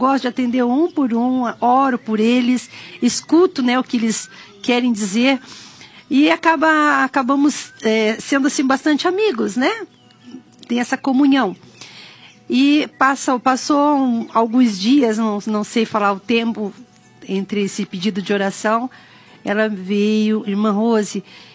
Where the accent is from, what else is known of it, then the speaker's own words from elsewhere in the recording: Bahia, Brazil; Mas Jesus nunca me levou para Bahia, mas eu sou baiana.